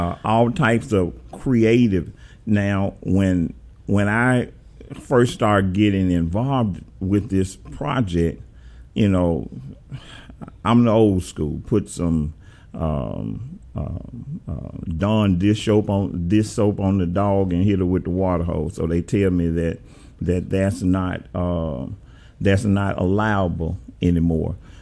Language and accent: English; Memphis, Tennessee, United States; And so we're from South Memphis. We can go on, say I'm from South Memphis.